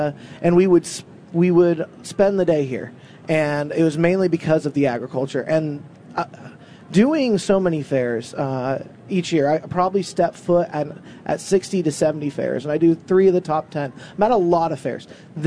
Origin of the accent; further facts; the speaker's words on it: Groton, Vermont, United States; I'm out of Groton, Vermont.